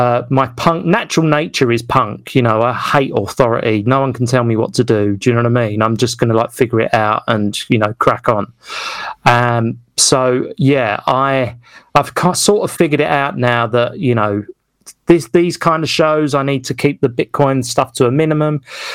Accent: Westcliff-on-Sea, East of England, United Kingdom; doing a show in Westcliff in my hometown

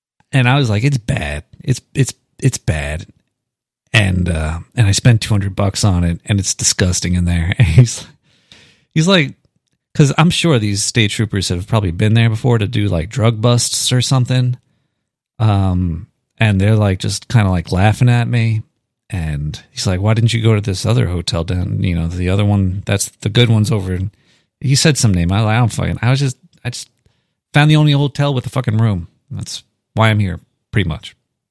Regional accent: New York City, New York, United States; I'm from Brooklyn.

